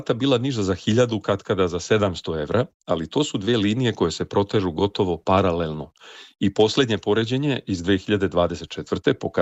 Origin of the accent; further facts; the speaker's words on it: Serbia; now in Germany; Ja sam samo došao iz Jugoslavije. I onda sam shvatio šta mi sve u novom sistemu prija i šta mi se ne dopada u odnosu novog sistema prema meni, ali ne kao Jugoslovenu ili Srbinu